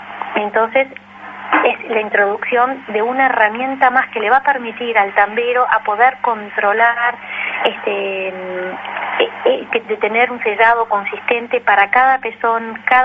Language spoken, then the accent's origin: Spanish; Uruguay; born there; moved away as an adult; also born or lived in England; yo me crié en tambos porque … que fue uno de los fundadores de Conaprole, de Raigón, de San José. Siempre viví la realidad de los tambos